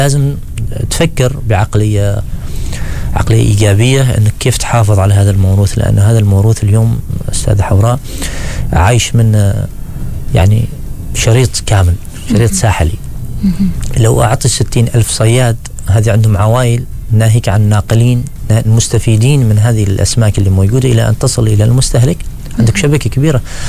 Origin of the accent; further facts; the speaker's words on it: Oman; أنا كعماني